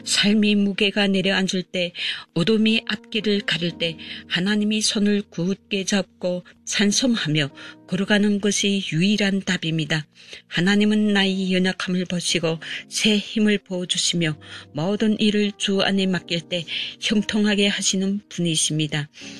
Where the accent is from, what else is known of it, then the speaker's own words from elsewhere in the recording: Tanchon, South Hamgyong, North Korea; moved away; 저는 함경남도 단천에서 온